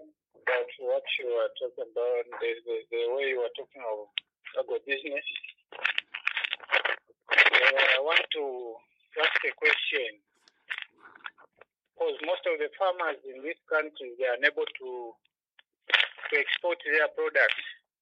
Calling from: Solwezi, North-Western Province, Zambia; calling from Sorezi.

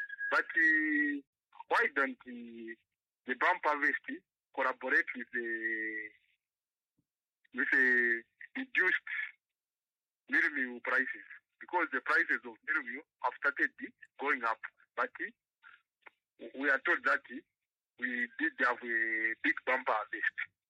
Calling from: Ndola, Copperbelt, Zambia; You are talking to … I'm calling from Ndola.

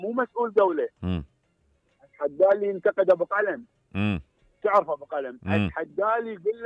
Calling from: Iraq

